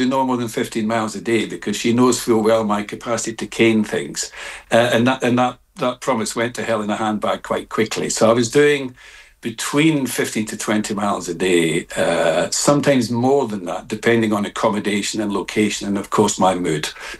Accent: Scotland, United Kingdom; now in South of England, United Kingdom; into my home country of Scotland

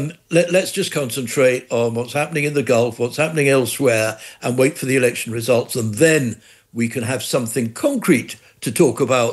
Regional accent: London, United Kingdom; I'm a Londoner, and like all Londoners, there is an election in the borough where I live.

